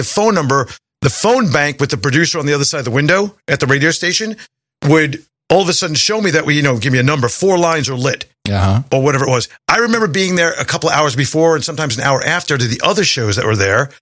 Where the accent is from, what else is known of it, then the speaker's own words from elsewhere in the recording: Commack, New York, United States; moved away as an adult; now in Florida, United States; I lived out in Comac, came down here in 87. I was 22 years old.